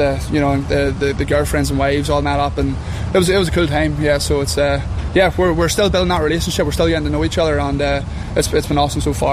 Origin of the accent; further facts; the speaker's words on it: Mayobridge, Northern Ireland, United Kingdom; So I'm from Mayo Bridge, okay. But that's County Down.